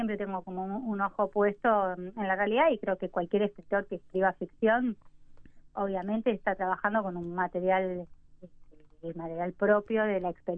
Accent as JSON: {"language": "Spanish", "country": "Argentina", "tie": "born or raised there", "also_born_or_lived": "Spain", "moved": "as an adult", "lives_now": "Uruguay", "said": "que yo me crié en Argentina"}